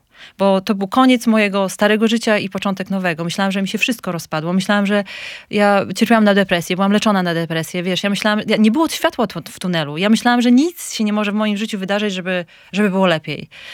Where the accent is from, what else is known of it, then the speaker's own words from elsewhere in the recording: Suwałki, Podlaskie Voivodeship, Poland; born there; moved away as an adult; also born or lived in Warsaw, Poland / Sydney, Australia; Urodziłam się w Suwałkach, skończyłam studia w Warszawie i po zrobieniu magistra wyjechałam do Sydney. Tam poznałam swojego byłego męża, więc zostałam. Mieszkałam tam przez 12 lat.